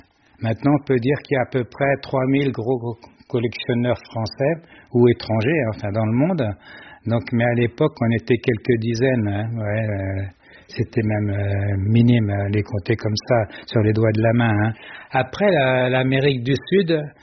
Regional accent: France; il n'y a que lui chez nous en France, hein, il n'y a que lui.

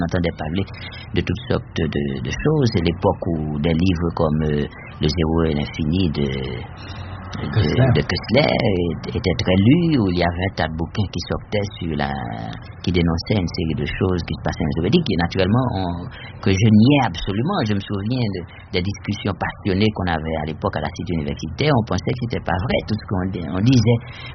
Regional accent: Haiti; Et en Haïti, oui, mais tant bien que mal, dans la mesure où on trouvait les livres, parce que dans ma ville natale, par exemple, il n'y avait pas de bibliothèque.

